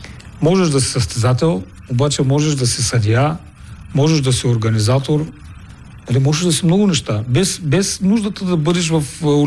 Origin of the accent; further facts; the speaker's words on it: Burgas, Burgas Province, Bulgaria; аз съм бургазлия, много са гордея с това